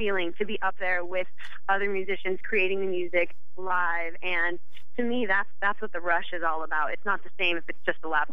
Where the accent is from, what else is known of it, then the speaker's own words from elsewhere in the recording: Wichita, Kansas, United States; Yeah, I'm from Wichita, Kansas.